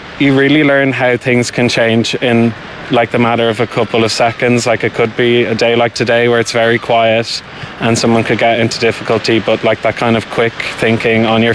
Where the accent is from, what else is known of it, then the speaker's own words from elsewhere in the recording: Gorey, Leinster, Ireland; Yeah, I suppose I'm from Gorey, so I've grown up very close to the sea.